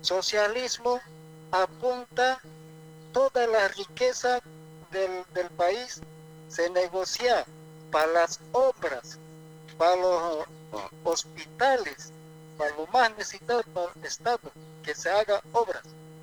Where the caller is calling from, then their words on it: Bolivia; somos todos bolivianos, ciudadanos